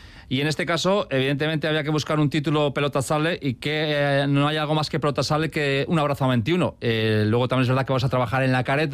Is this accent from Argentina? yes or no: no; Durango, Basque Country, Spain; en mi pueblo, el Escudo de Durango